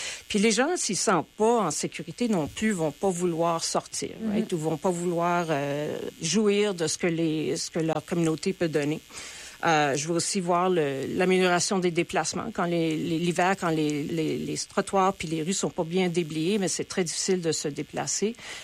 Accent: Winnipeg, Manitoba, Canada; je suis originaire de Saint-Boniface. Alors je suis née à l'hôpital Saint-Boniface j'ai été élevée à Saint-Boniface. Je vis encore à Saint-Boniface. Alors j'ai passé sans me donner mon âge là, je veux dire, j'ai passé toute ma vie à Saint-Boniface.

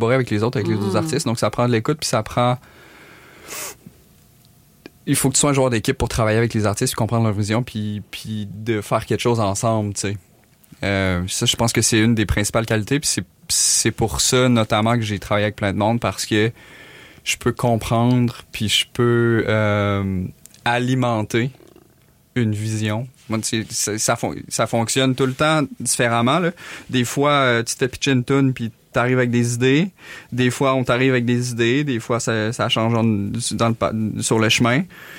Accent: Quebec City, Quebec, Canada; now in Montreal, Canada; Je viens de Québec

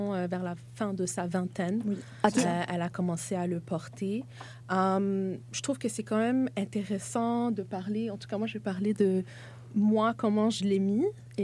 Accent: Quebec, Canada; born there; on est deux sœurs. On est tous les deux nés ici au Québec

